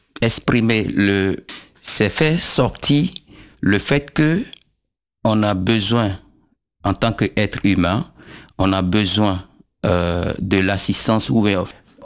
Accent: Abomey, Zou, Benin; j'ai grandi à Abomey où il y a pas mal de cérémonies qui se passent.

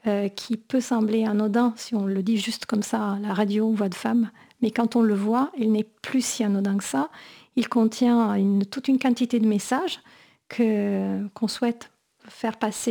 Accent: Bari, Apulia, Italy; voilà, je suis de Bari.

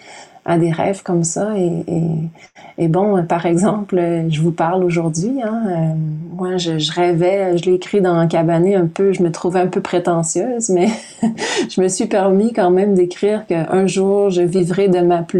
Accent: Quebec, Canada; accent: Québécois French; notre langue dont on avait honte autrefois moi je le porte fièrement le français québécois là, même si j'ai un accent un peu bizarre peut-être pour certains qui nous écoutent là.

